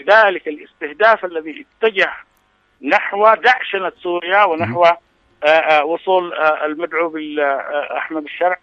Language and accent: Arabic; Yemen; ودفاع عن كرامتنا كيمنيين